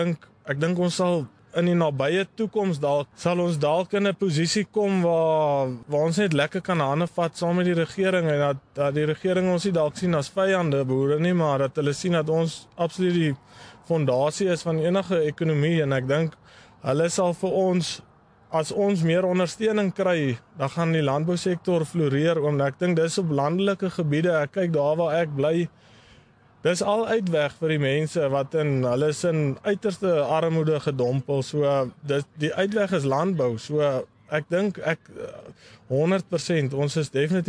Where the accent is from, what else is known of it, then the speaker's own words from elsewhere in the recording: Eastern Cape, South Africa; moved away; ons kom oorspronkelijk uit die Ooskaap uit, so nabij van Starens rivier het my pa was 'n seibokkar makelaar, en daar het hy gemelk ook, so ek het op 'n melkplaas groot geraak.